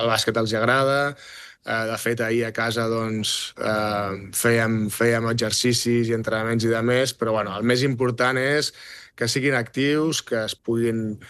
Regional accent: Badalona, Catalonia, Spain; moved away as an adult; now in New York, United States; els meus fills han nascut aquí, soc de Badalona i català

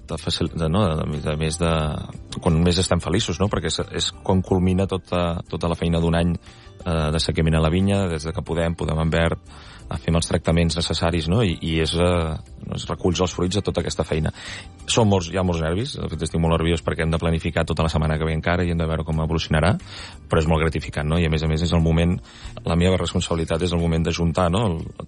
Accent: Catalonia, Spain; nosaltres som del Penedès i no ens volem moure gaire lluny.

